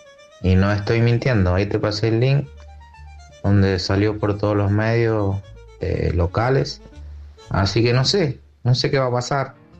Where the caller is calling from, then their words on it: San Juan, Argentina; de San Juan.